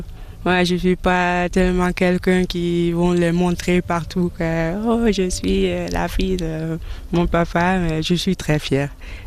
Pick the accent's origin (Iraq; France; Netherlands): Netherlands; Amsterdam, North Holland; French is a second language; J'ai grandi à Amsterdam, en Hollande.